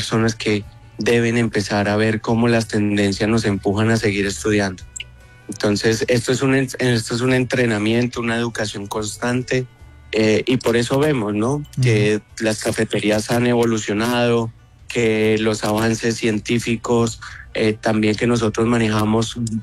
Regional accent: Colombia; podemos tener nosotros como colombianos y sacar pecho de eso

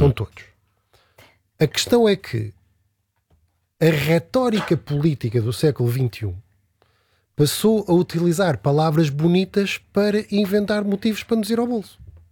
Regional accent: Seixal, Lisbon, Portugal; sou da Margem Sul, portanto, zona de Fernão Ferro

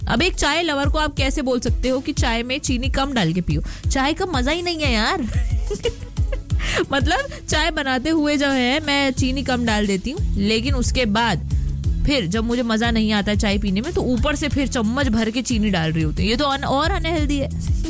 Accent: Bhopal, Madhya Pradesh, India; मैं भोपाल से हूँ

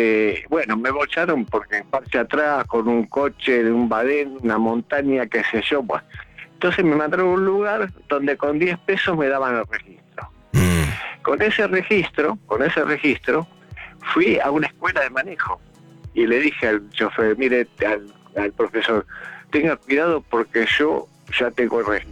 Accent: Almagro, Buenos Aires, Argentina

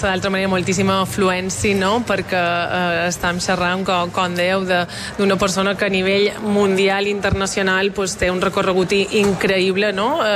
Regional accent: Mallorca, Balearic Islands, Spain; mos recorda qui som com a mallorquins, la força que tenim allà d'on venim

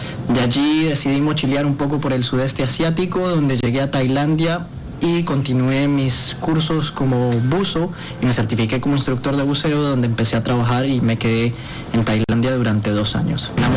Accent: Colombia; moved away as an adult; Toda esta aventura comenzó hace 4 años cuando salí de Colombia con un trabajo en Kazajistán como docente de biología para una escuela de chicos súper dotados.

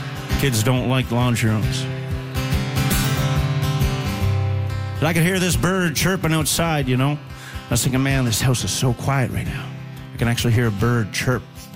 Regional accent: Mabou, Nova Scotia, Canada; Growing up in Mabo, I've witnessed Celtic Colors many years.

